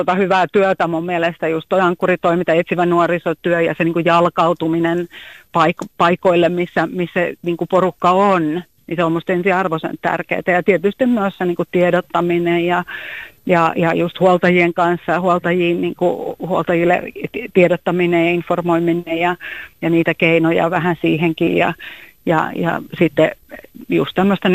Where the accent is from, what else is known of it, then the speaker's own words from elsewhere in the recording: Uusimaa, Finland; mä itse kun olen pääkaupunkiseudut kotosin